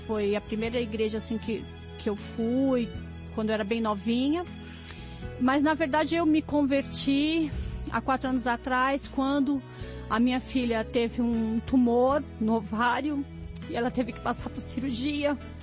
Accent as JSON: {"language": "Portuguese", "region": "São Paulo", "country": "Brazil", "said": "sou de São Paulo."}